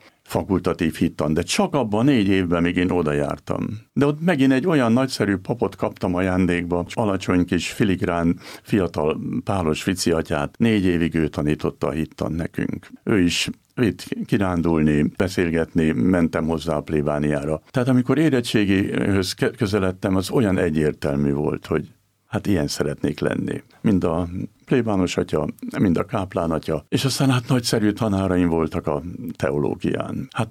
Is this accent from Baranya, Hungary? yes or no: no; Zebegény, Pest, Hungary; also born or lived in Budapest / Szabolcs; egy szabolcsi faluba kitelepítettek minket, aztán onnan áttelepültünk Zebegénybe